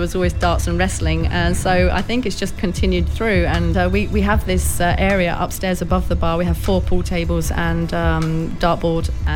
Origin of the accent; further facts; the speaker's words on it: Watford, East of England, United Kingdom; moved away as an adult; now in Maribor, Slovenia; I'm from Watford, which is a town outside London. It's outside North London, but not far outside London.